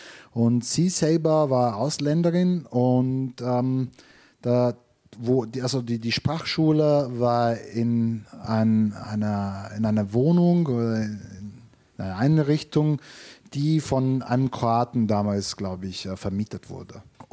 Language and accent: German; Italy; was mich betrifft als Italiener, solange ich ein guter Italiener bin, das passt